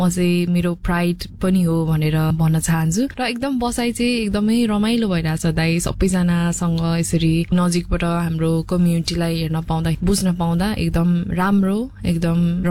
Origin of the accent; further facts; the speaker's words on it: Koshi Province, Nepal; now in Brunei; म चाहिँ एउटा कलाकार हुँ र म चाहिँ सोलुखुम्बुबाट हुँ र अहिले हाल चाहिँ ब्रुनाईमा छु.